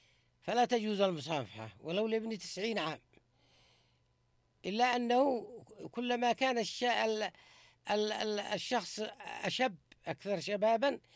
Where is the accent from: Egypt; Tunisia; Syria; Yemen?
Yemen; إحنا كم في اليمن؟ إحنا 40 مليون